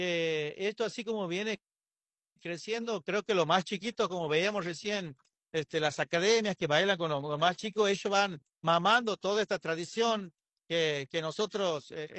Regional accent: Argentina; yo creo que como argentinos estamos muy contentos de ser nombrados en el mundo

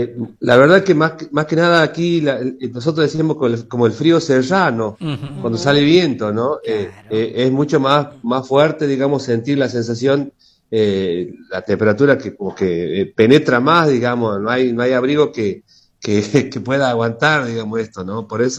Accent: Santiago del Estero, Argentina; now in Ojo de Agua, Argentina; yo soy de allá, estoy radicado hace muchos años en Villa Ojo de Agua

